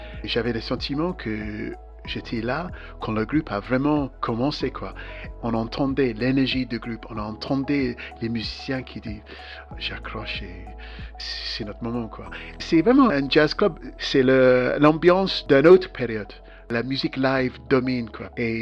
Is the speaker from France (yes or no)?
no; Manchester, North West England, United Kingdom; French is a second language; moved away; Moi, je viens de Manchester. Manchester est connu parce qu'il pleut tout le temps. C'est gris tout le temps.